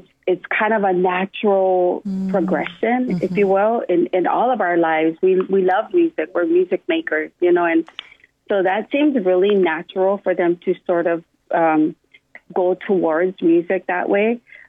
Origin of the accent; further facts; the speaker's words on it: Waimanalo, Hawaii, United States; I'm from Wamanala, born and raised, so that song is very dear to me.